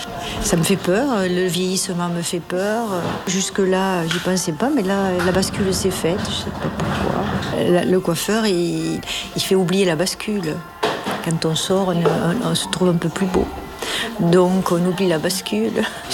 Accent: Carcassonne, Occitanie, France; accent: accent du Midi; now in Mâcon, France; je suis à Mâcon depuis très longtemps comme fonctionnaire, mais j'ai gardé mon accent. J'ai gardé l'accent du Midi puisque je suis originaire de Carcassonne.

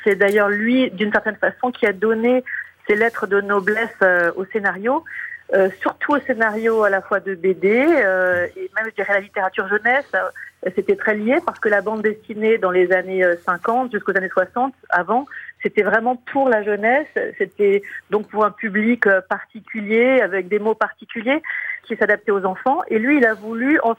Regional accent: France

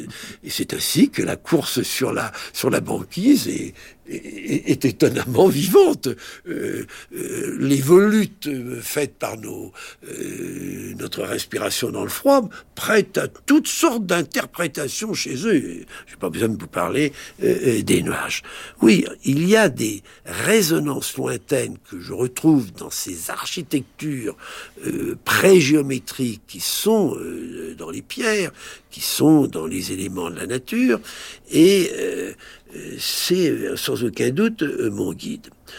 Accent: Mainz, Rhineland-Palatinate, Germany; vous savez que je suis né à Mayence, en Rhénanie, et ces 8 années que j'ai passées sur les bords du Rhin m'ont beaucoup marqué.

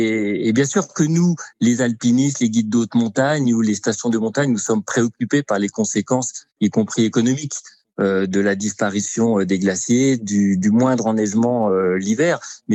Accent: Auvergne-Rhône-Alpes, France; ou plus récemment chez nous, en Oisan, le village bien connu de l'Abérarde, qui a été quasiment complètement détruit

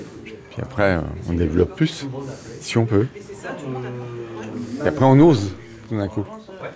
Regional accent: Pays de la Loire, France; Moi, je suis de Vendée.

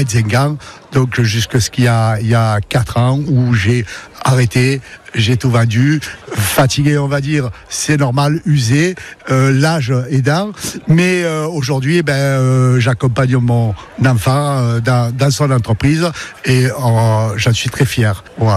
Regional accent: La Ciotat, Provence-Alpes-Côte d'Azur, France; Je suis né à La Ciotat, de famille ciotadienne, surtout du côté de ma grand-mère maternelle, depuis plusieurs générations

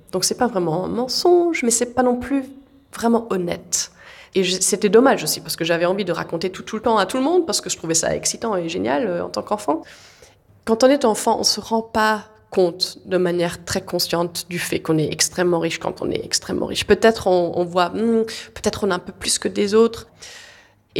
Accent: Vienna, Austria; J'ai 33 ans, j'habite à Vienne, j'ai toujours habité à Vienne

